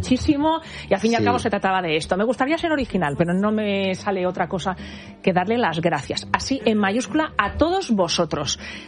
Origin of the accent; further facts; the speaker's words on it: Balearic Islands, Spain; Mañana Vero vuelve y yo me voy a coger unos días que me voy a mi tierra, que tengo muchas ganas de irme. Me voy a Mallorca